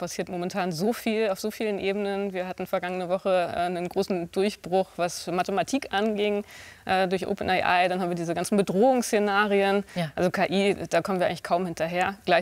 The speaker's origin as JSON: {"language": "German", "town": "Oldenburg", "region": "Lower Saxony", "country": "Germany", "tie": "born or raised there", "moved": "yes", "said": "Also ich komme ja aus Oldenburg, haben wir ja gesehen, bin mit das tatsächlich groß geworden."}